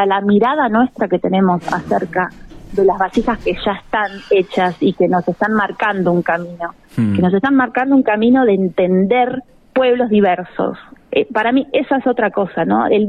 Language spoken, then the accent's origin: Spanish; Argentina